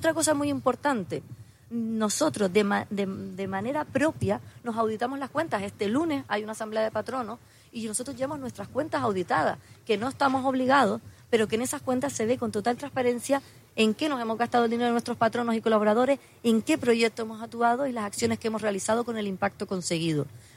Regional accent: Canary Islands, Spain; Somos canarios, somos isleños.

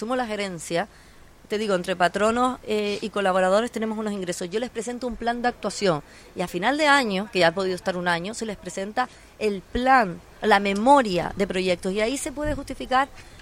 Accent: Canary Islands, Spain; Somos canarios, somos isleños.

